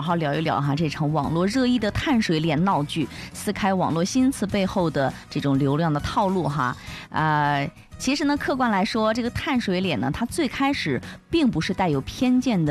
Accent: China

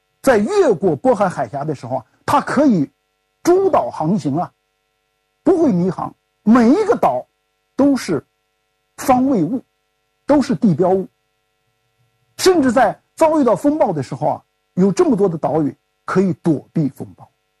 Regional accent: China; 我们中国人就发明了过洋千星术

